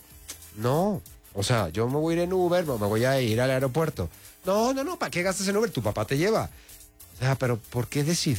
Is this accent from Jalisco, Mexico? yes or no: yes; Jalisco, Mexico; los que somos jaliscienses